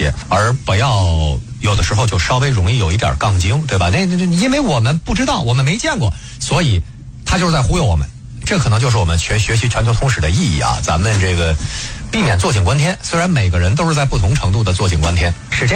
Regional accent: China

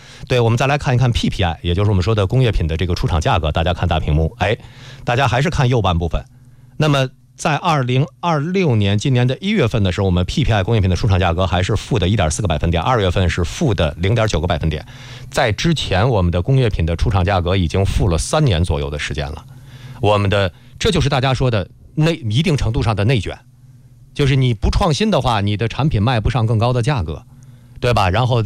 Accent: China; 我们中国人

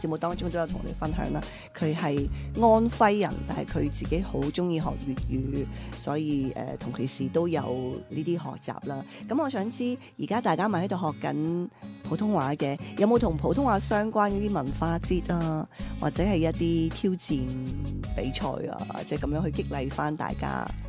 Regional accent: Guangdong, China; accent: Cantonese accent (in Mandarin); 我就作為廣東人我自己說普通話都覺得是有這個廣東口音的

